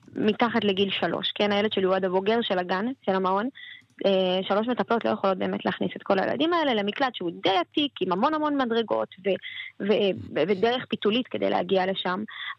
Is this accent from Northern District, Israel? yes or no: yes; Kiryat Shmona, Northern District, Israel; born there; אני נולדתי פה. אני נולדתי פה.